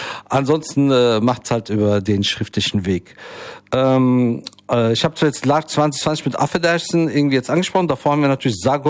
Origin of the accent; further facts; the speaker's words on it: Frankfurt, Hesse, Germany; Ich bin ja hier geboren, aufgewachsen. Ich bin vielleicht noch einer der wenigen original gebürtigen Frankfurter, tatsächlich, die noch hier leben, die sich's noch leisten können. Aber mein Glück ist, dass ich halt hier geboren bin